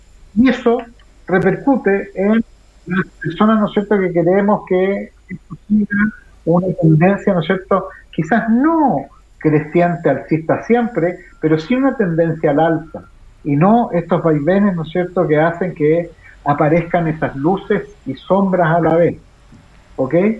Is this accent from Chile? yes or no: yes; Chile; como chilena y chileno.